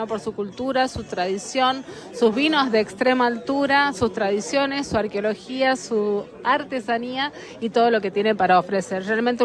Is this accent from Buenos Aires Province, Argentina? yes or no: no; Salta, Argentina; El objetivo de esta campaña es reenamorar a todos los argentinos de nuestra querida Salta, tan linda que enamora, como decimos nosot